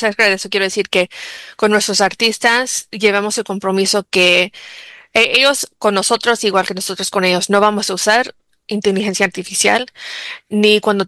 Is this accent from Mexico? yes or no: no; Chicago, Illinois, United States; Yo crecí en una comunidad en Pilsen, y íbamos a la iglesia en español. Yo iba a una iglesia católica, en todo el barrio hablaba español.